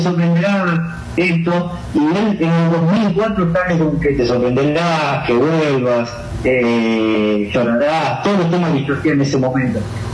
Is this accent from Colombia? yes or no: yes; Colombia; siendo colombiano